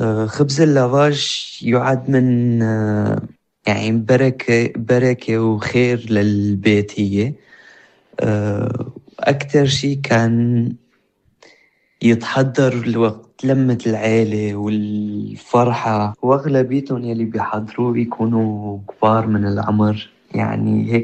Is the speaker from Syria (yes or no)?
yes; Qamishli, Al-Hasakah Governorate, Syria; من القامشلي، شاب أرمني.